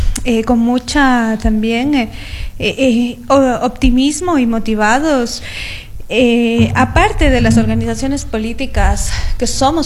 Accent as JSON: {"language": "Spanish", "country": "Ecuador", "said": "la defensa de nuestros derechos como ecuatorianos y ecuatorianas."}